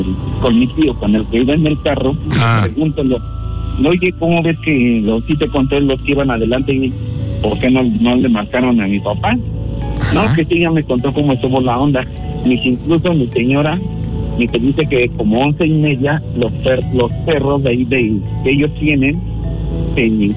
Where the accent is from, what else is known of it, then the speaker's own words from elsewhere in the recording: Santa María Actipac, Puebla, Mexico; Se llama Santa María Actipac. Un saludo para todos los chintamales.